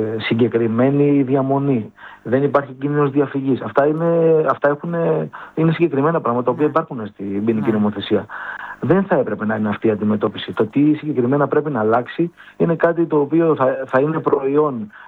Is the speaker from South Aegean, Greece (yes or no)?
yes; Rhodes, South Aegean, Greece